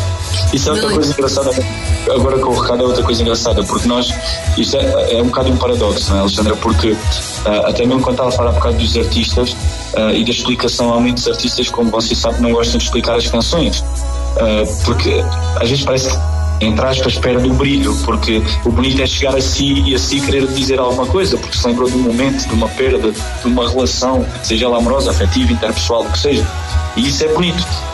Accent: Alentejo, Portugal; Nós somos do Alto Alentejo. E nós estávamos numa casinha de madeira, no meio do nada, numa zona fluvial, numa praia ribeirinha

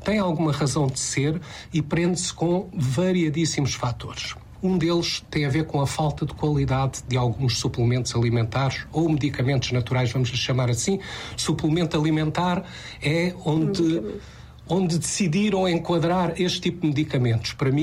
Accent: Alentejo, Portugal; Eu, por exemplo, sou alentejano

